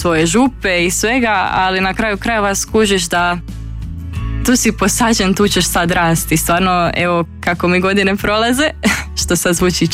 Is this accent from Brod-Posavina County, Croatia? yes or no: no; Zagreb, City of Zagreb, Croatia; Da, tata iz Hercegovine, ali sam rođena u Zagrebu.